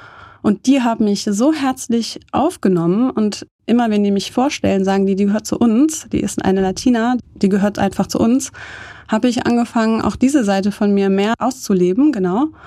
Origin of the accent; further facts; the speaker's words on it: Aachen, North Rhine-Westphalia, Germany; born there; moved away as an adult; also born or lived in Curaçao / Paris; now in Münster, Germany; Dann bin ich da geboren und mein Bruder ist auch noch da geboren. Und als ich 6 war, haben sich meine Eltern dann getrennt und dann ist meine Mutter mit den beiden Kindern zurückgegangen nach Aachen. Und ich habe dann nach dem Abitur in Paris Fotografie studiert.